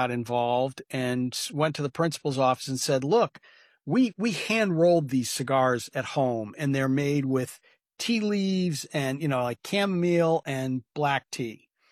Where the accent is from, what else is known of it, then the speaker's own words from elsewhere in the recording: Indiana, United States; I grew up in Indiana. And when I grew up, which was in the 1960s